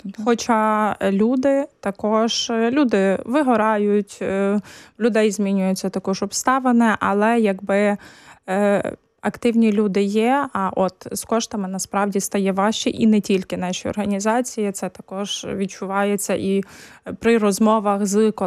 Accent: Ternopil Oblast, Ukraine; Я з Тернопільської області, тому як мама, чи в тебе там все добре.

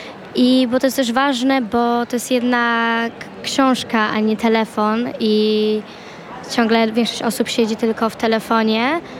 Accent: Warsaw, Masovian Voivodeship, Poland; my jesteśmy z Warszawy

